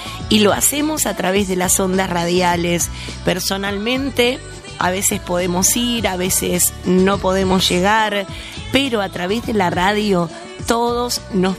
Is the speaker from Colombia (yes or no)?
no; Argentina; Somos un ministerio argentino. Estamos transmitiendo todo esto desde Buenos Aires, desde esta hermosa ciudad de Buenos Aires